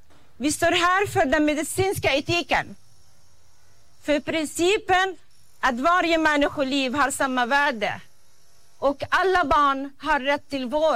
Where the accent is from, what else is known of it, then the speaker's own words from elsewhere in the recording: Palestine; Jag står här inte bara som palestinier, utan också som barnläkare.